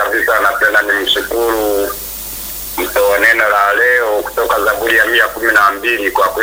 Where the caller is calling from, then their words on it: Kagera, Tanzania; na wapata vizuri kutoka Karagwe